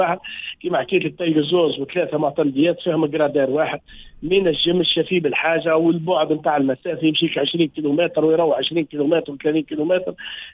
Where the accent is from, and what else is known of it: Tunisia